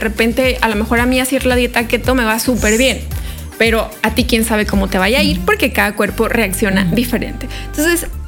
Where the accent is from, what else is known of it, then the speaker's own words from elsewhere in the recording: Mexico; como mexicanos tenemos el plato del bien comer